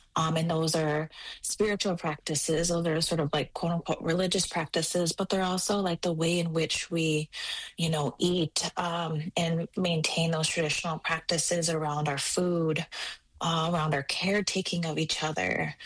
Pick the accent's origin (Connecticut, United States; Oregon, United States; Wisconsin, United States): Wisconsin, United States; So I'm from the Lacoutere Nation in sort of northern central Wisconsin.